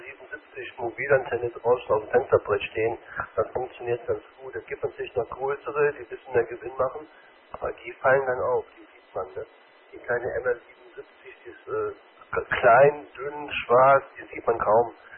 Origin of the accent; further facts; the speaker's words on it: Krefeld, North Rhine-Westphalia, Germany; also ich will mal das Relais arbeiten aus der Stadt, wo ich herkomme. Aber tatsächlich kriege ich halt nur aus der Innenstadt ein Handfunkgerät. Von zu Hause aus kann ich das Krefelder Relais nicht arbeiten.